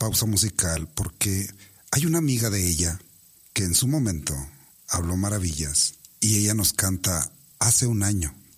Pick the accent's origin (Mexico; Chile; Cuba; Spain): Mexico